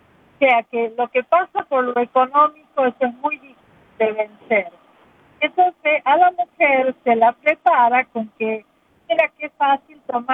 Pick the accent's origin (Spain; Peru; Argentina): Argentina; moved away; nosotros en Argentina, yo soy de Argentina